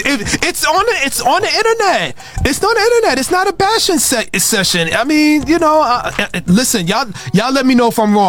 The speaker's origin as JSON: {"language": "English", "town": "Brooklyn", "region": "New York", "country": "United States", "said": "Right, we from New York. Yeah, I'm from Brooklyn."}